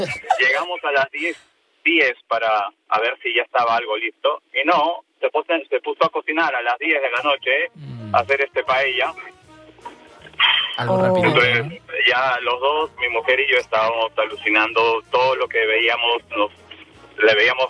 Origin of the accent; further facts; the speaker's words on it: Peru; moved away as an adult; now in Barcelona, Spain; Sí, mira, soy de Perú y mi mujer es de Polonia.